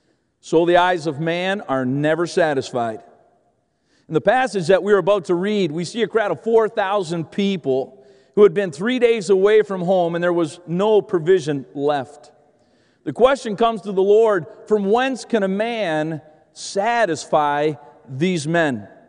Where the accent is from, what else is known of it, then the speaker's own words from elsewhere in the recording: Canada; moved away; I'm Canadian.